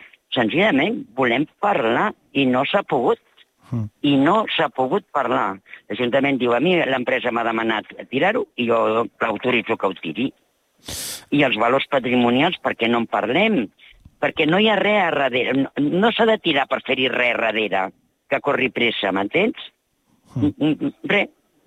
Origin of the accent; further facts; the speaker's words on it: Catalonia, Spain; tots els que som del Baix Llobregat